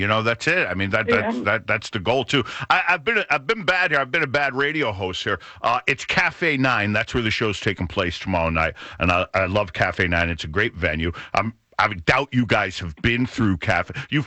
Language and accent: English; United States; as an American 80s glam rock, you know, hair metal guy